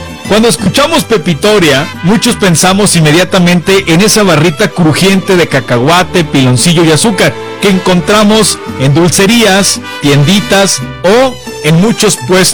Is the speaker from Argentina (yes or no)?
no; Mexico; Porque así somos los mexicanos con los dulces tradicionales.